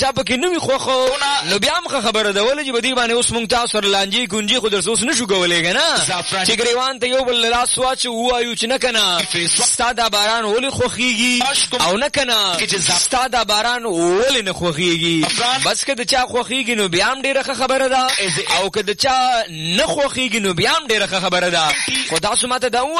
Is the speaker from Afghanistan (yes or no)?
no; Peshawar, Khyber Pakhtunkhwa, Pakistan; صرف څنګه زه خپل د پیښور یم او دې وخت کې په پیښور خار کې یم